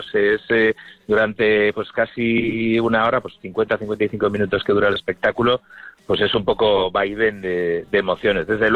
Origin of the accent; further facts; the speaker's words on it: Vigo, Galicia, Spain; cosas también que tienen que ver, pues, con mi infancia aquí, en Vigo